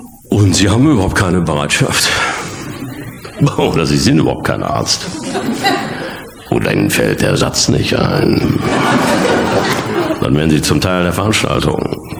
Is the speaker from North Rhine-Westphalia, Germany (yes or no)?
yes; Bochum, North Rhine-Westphalia, Germany